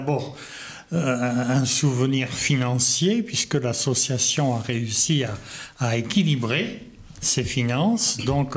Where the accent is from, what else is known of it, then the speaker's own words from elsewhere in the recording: Tarbes, Occitanie, France; born there; Alors, je suis né à Tarbes il y a trop longtemps. J'ai passé un bac très jeune. J'avais 16 ans. Puis je suis parti à Toulouse.